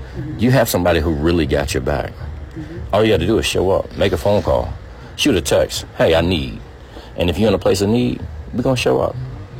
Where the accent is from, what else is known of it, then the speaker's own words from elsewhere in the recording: Beckley, West Virginia, United States; Well, growing up, because I'm from Beckley, West Virginia, growing up in West Virginia, I would often have to use hand-me-downs going to school.